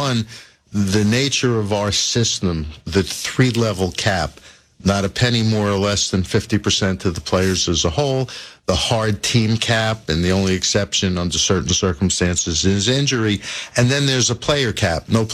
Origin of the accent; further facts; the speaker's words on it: New York, United States; You know, growing up in New York, you had all the majors.